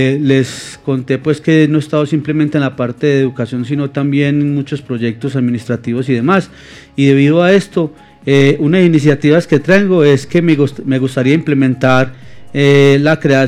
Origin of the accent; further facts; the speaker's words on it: Gómez Plata, Antioquia, Colombia; yo vengo también de la zona norte, vengo del municipio de Gómez Plata.